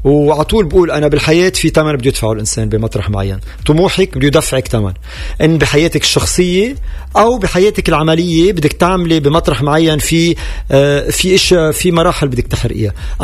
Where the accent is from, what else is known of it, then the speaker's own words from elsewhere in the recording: Lebanon; يعني أنا لبناني واللي عم نعيشه من وقت ما خلقت أنا بلبنان بالحروب اللبنانية وكل هالقصص